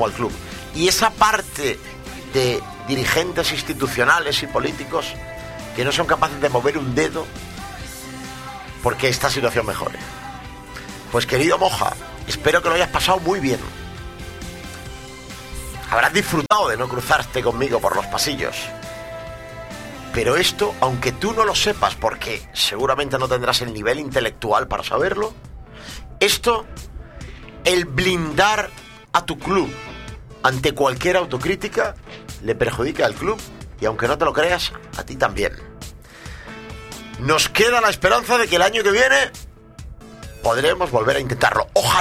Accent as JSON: {"language": "Spanish", "town": "Almería", "region": "Andalusia", "country": "Spain", "tie": "born or raised there", "said": "Yo no voy a renunciar al club de mi tierra con 52 años que llevo siendo almeriense"}